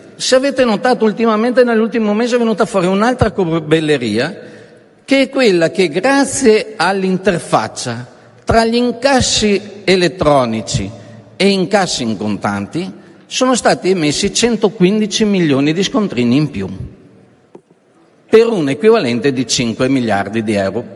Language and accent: Italian; Veneto, Italy; io vengo dal Veneto, noi abbiamo un problema fondamentale nelle regioni di confine.